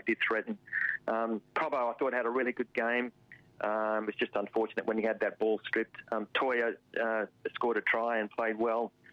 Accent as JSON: {"language": "English", "region": "Queensland", "country": "Australia", "said": "as a Queenslander"}